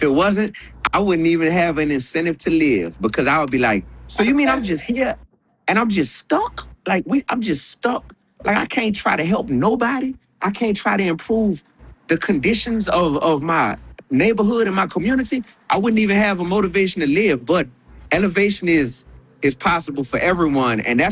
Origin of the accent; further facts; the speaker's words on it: New Orleans, Louisiana, United States; now in Milwaukee, United States; Even though I'm from New Orleans, I'm an adopted son of Milwaukee